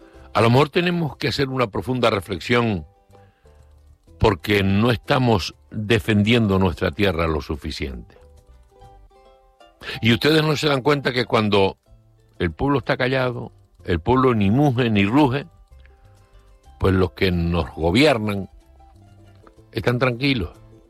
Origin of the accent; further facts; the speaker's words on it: Canary Islands, Spain; valoran más nuestra identidad que a veces el propio canario